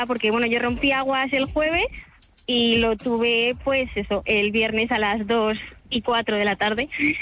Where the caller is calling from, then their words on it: Valencia, Valencian Community, Spain; vivo en Valencia.